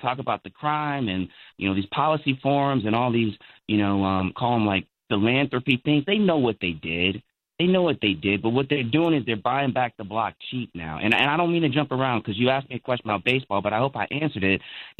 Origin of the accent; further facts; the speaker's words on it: Chicago, Illinois, United States; I grew up in Chicago.